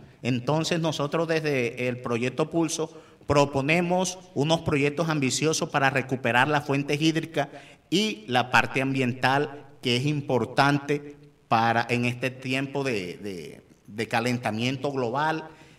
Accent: San Juan del Cesar, Cesar, Colombia; aquí hicieron un parque ecológico, precisamente en el barrio de donde soy.

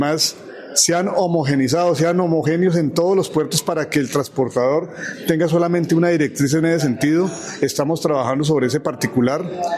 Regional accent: Colombia; somos todos los colombianos.

